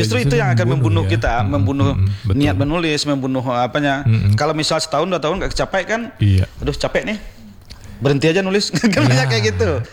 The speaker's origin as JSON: {"language": "Indonesian", "region": "Riau", "country": "Indonesia", "tie": "born there", "said": "karena kampung saya itu aliran Kamparnya kayak Batang Kapur itu satu aliran."}